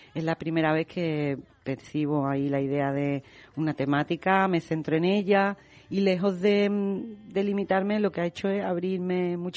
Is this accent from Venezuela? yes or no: no; Utrera, Andalusia, Spain; en mi infancia, que vengo de Utrera, del polígono del Tinte, con los flamencos